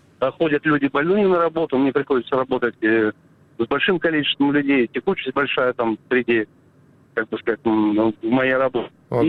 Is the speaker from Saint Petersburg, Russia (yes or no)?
no; Kursk Oblast, Russia; Я из Курской области, 64 года, работаю.